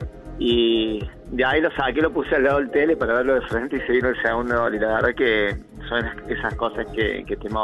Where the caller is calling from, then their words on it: Córdoba, Argentina; Soy de Córdoba